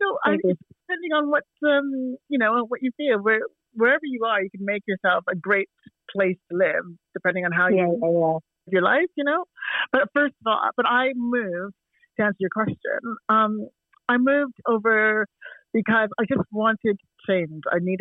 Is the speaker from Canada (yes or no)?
yes; Toronto, Ontario, Canada; accent: Canadian; moved away as an adult; also born or lived in California; now in United Kingdom; I have a Canadian accent.